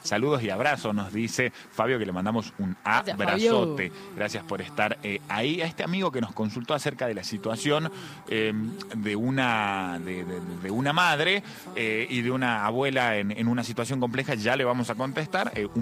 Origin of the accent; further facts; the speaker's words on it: Cuyaya, Jujuy, Argentina; bien jujeño, pero de Cuyaya.